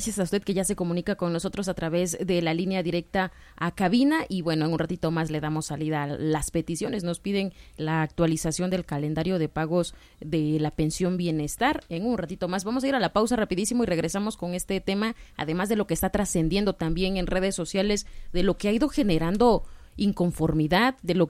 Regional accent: Oaxaca, Mexico; nosotros como ciudadanos oaxaqueños

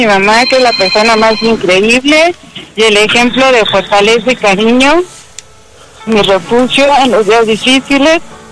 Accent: Iztapalapa, Mexico City, Mexico

